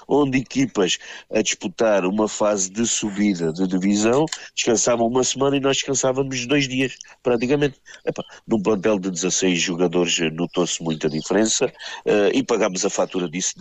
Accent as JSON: {"language": "Portuguese", "region": "Algarve", "country": "Portugal", "said": "Eu sou do Algarve"}